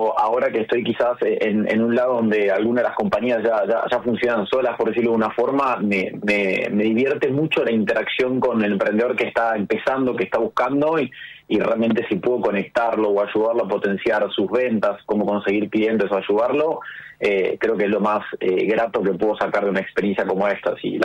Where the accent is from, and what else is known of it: Argentina